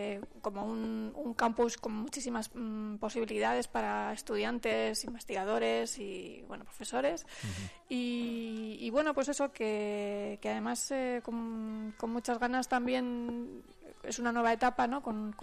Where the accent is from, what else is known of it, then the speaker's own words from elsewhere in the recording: Madrid, Community of Madrid, Spain; moved away; gata de nacimiento.